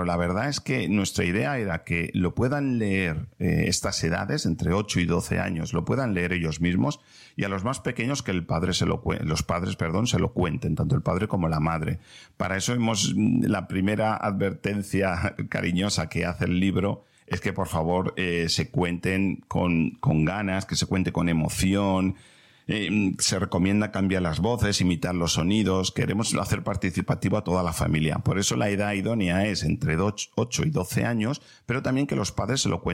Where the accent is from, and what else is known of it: Valencian Community, Spain